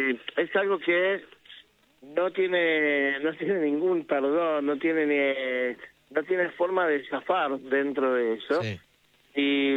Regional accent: Argentina; me decían a mí, hey, vos no sos argentino, vos sos judío. No, son las dos cosas, justamente.

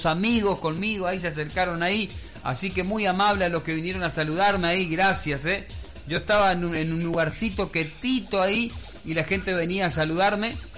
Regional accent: Puerto Iguazú, Misiones, Argentina; yo tenía 6 años por ahí, ya había problema acá en mi pueblo de luz

